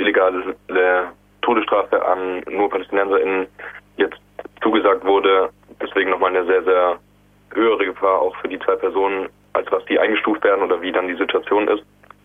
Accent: Germany; dass ich bin in Deutschland aufgewachsen oder mit der Erziehung aufgewachsen

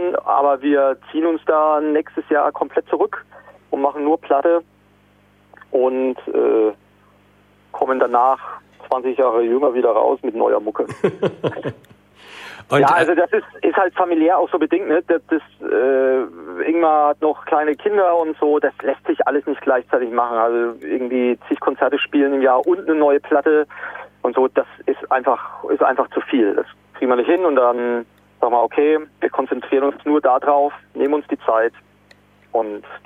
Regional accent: Coburg, Bavaria, Germany; also born or lived in Stuttgart; now in Trier area, Germany; ich komme aus Franken

